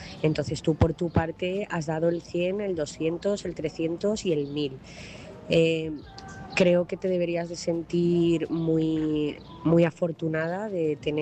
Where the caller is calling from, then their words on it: Talavera de la Reina, Castilla-La Mancha, Spain; Hola, buenas noches a todos. … corresponsal de Talavera de la Reina.